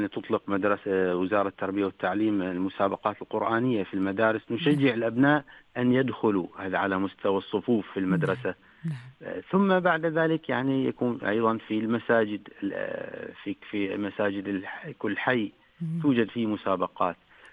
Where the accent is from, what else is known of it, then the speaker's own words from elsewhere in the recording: Oman; accent: Omani; وعندما نتكلم في اللهجة العمانية نقول جيم